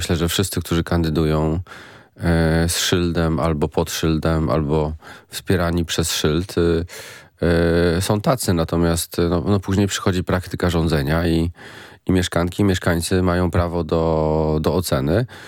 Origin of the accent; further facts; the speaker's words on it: Warsaw, Masovian Voivodeship, Poland; Jestem warszawiakiem